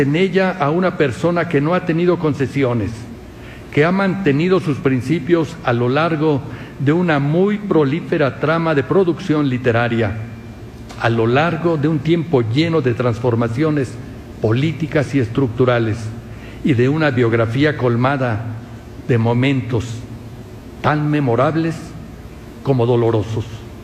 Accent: Mexico; su presencia nos hace sentir orgullosos como universidad y como mexicanos.

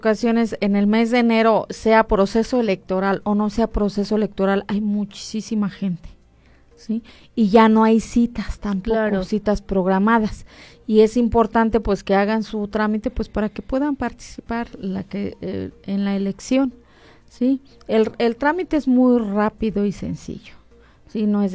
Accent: Mexico; somos mexicanos y todo lo dejamos a la mera hora.

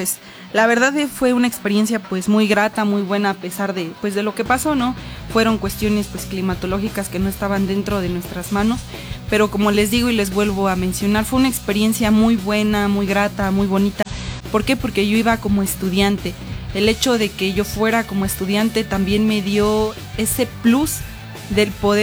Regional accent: Zimapán, Hidalgo, Mexico; moved away as an adult; pero pues yo tenía que venir a Zimapán, yo tenía que venir a ver a mi familia. El hecho de viajar y llegar a la ciudad, yo al final de cuentas soy una chica de pueblo, ¿no?

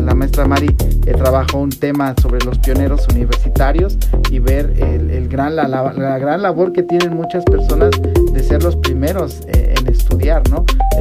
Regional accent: Actopan, Mexico; nosotros somos de Actopan, nosotros vivimos cerca

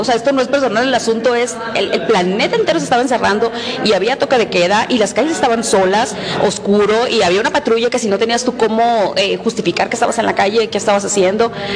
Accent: Hermosillo, Sonora, Mexico

